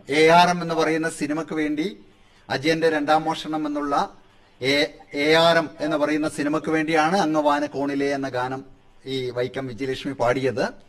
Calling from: Attenganam, Kerala, India; അട്ടേങ്ങാനം അല്ലേ, കാസർഗോഡ് ജില്ലയിലെ.

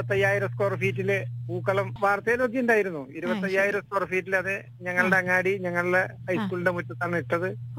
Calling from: Irulam, Kerala, India; വയനാട് തന്നെ, പുൽപ്പള്ളി ബത്തേരി റോഡ് തന്നെയാ.

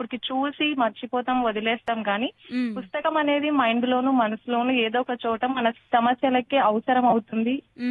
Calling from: Kurnool district, Andhra Pradesh, India; నేను కర్నూలు డిస్ట్రిక్ట్ నుంచి కాల్ చేస్తున్నాను.

